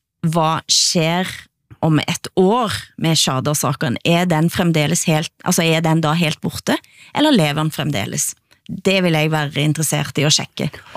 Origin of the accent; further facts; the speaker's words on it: Erfjord, Rogaland, Norway; Borges og Erfjord, der jeg kommer fra